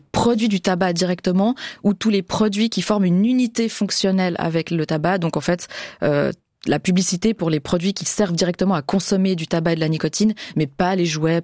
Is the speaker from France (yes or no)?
no; Switzerland; y a des taux de fumeurs qui sont beaucoup plus bas que chez nous en Suisse.